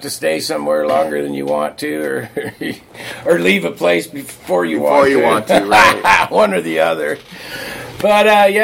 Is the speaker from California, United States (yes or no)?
no; Colorado, United States; I'm originally from Colorado, and it suits me just fine being up in the Sierras.